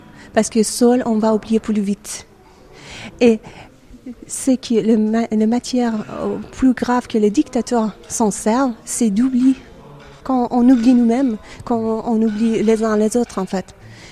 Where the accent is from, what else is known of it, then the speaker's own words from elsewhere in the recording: Iran; moved away; j'ai pris cette décision de venir en Iran. Je l'ai dit une fois, j'étais à 3h, 4h de chez moi.